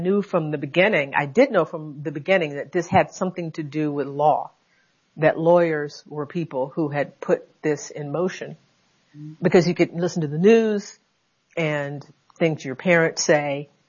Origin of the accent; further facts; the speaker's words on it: Conroe, Texas, United States; Yeah, Annette Gordon Reed Elementary School in my hometown. Yes, in Conroe, Texas. Yeah, Conroe, Texas.